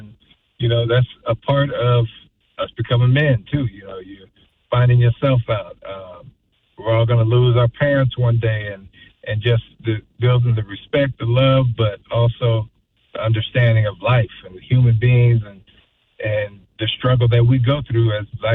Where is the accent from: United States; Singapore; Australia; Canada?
United States; Arizona; You know, I'm also from Arizona.